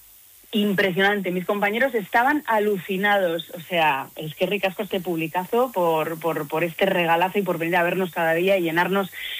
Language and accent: Spanish; Basque Country, Spain; cómo somos los vascos, ¿eh?